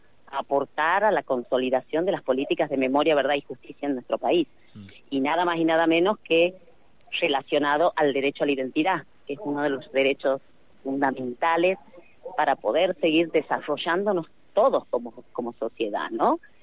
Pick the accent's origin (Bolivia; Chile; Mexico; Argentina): Argentina; todos como sociedad argentina